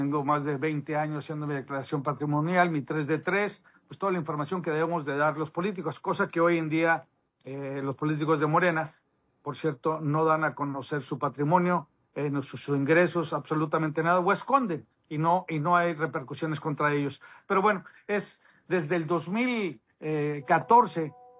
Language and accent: Spanish; Mexico; ¿Por qué está limitando los derechos que tenemos como mexicanos de poder tener dos o tres nacionalidades y aún así poder participar políticamente?